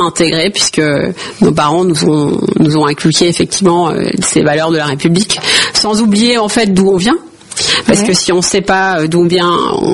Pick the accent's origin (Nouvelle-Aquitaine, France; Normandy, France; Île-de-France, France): Île-de-France, France; Rosny-sous-Bois; je suis née à Rosny-sous-Bois. C'est une commune aujourd'hui qui comprend 45 000 habitants.